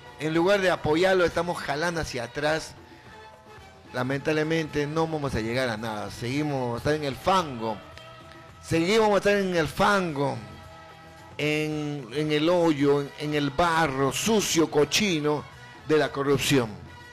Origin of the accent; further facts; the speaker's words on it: Peru; Como todo peruano, avanzar hacia arriba, no jalar